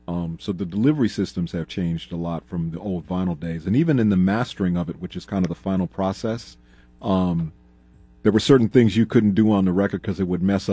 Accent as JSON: {"language": "English", "town": "Minneapolis", "region": "Minnesota", "country": "United States", "tie": "born or raised there", "said": "I'm proudly from, born and raised in Minneapolis. Grew up here my whole life."}